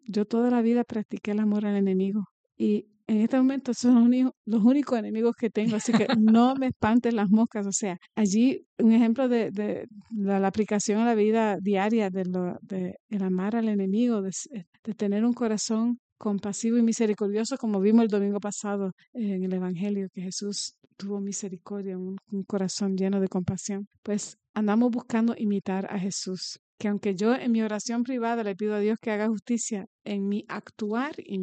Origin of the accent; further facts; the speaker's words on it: Puerto Rico; Nosotros tenemos unas tradiciones lindas en Puerto Rico de bendecir a nuestros hijos y a nuestros parientes